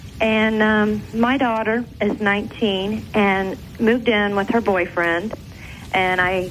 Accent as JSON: {"language": "English", "region": "Ohio", "country": "United States", "said": "I'm from Ohio."}